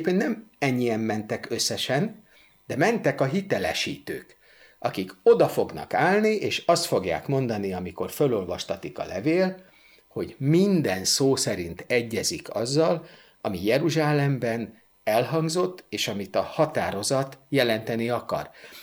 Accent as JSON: {"language": "Hungarian", "region": "Budapest", "country": "Hungary", "tie": "born or raised there", "said": "Annak idején én Újpesten nevelkedtem"}